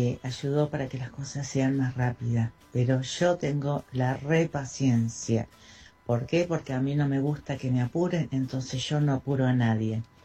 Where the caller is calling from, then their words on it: Florencio Varela, Buenos Aires Province, Argentina; de Florencio Varela.